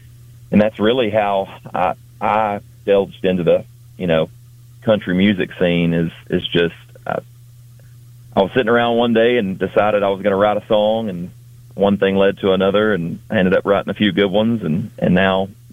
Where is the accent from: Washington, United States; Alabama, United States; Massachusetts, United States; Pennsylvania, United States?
Alabama, United States; I was from South Alabama.